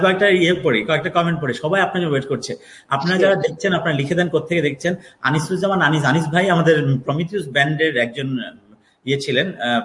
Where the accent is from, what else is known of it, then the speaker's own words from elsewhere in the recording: Narsingdi, Dhaka Division, Bangladesh; নরসিংদী আমার দেশের বাড়ি, গ্রামের বাড়ি।